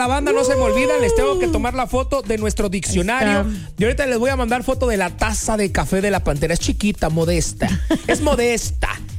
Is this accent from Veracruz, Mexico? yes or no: yes; Alvarado, Veracruz, Mexico; como soy de Alvarado